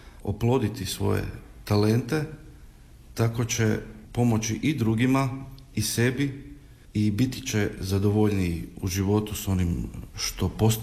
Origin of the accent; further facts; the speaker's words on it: Skopje, North Macedonia; ja sam odrastao u Skoplju, u obitelji janjevačkih Hrvata.